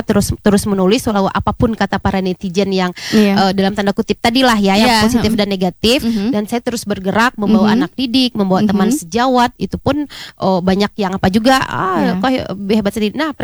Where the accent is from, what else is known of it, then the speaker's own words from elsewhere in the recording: Bukittinggi, West Sumatra, Indonesia; Pak saya dari Bukit Tinggi.